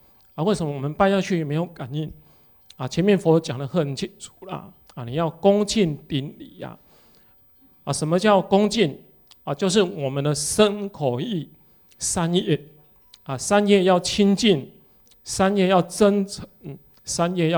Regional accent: Taiwan; 我们台湾人

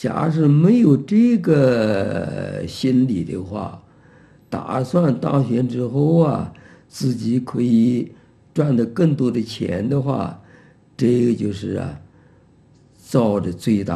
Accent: China; 过去啊，我们中国人都知道

